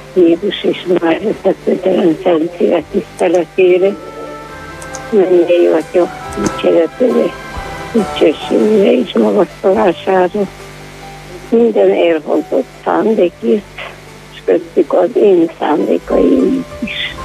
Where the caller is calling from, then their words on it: Harghita, Romania; Én Csíkból vagyok.